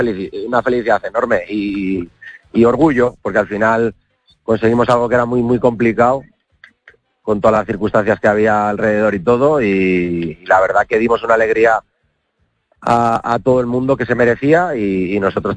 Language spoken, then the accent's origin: Spanish; Guadalajara, Castilla-La Mancha, Spain; moved away; estoy en mi pueblo